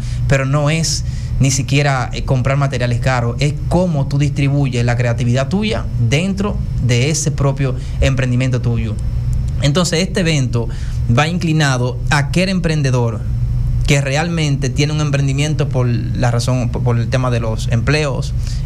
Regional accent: Dominican Republic

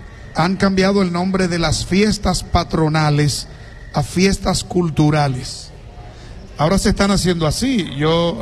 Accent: Dominican Republic; los dominicanos siempre resaltamos por todo lo alto ese orgullo de la dominicanidad.

